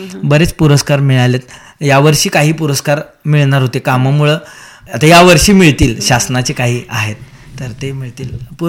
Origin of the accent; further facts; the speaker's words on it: Sangli, Maharashtra, India; मला इचलकरंजीचा, माझं मूळ गाव इचलकरंजी आहे, म्हणजे लहानपणापासून वडील लहान असल्यापासून आम्ही सांगलीत राहतोय